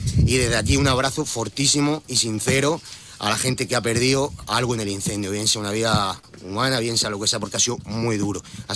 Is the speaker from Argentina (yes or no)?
no; Antas, Andalusia, Spain; Yo soy de Anta.